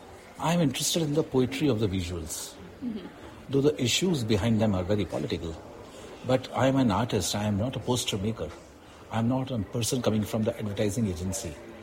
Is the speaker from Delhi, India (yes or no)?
yes; Delhi, India; I'm an artist from India. I live in Delhi